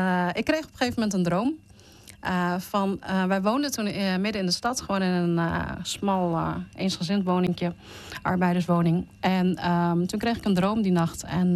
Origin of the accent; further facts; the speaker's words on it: Indonesia; now in Netherlands; Ik kom uit Indonesië en ben geadopteerd naar Nederland verhuisd. En mijn geboortebewijs ligt nog in Indonesië.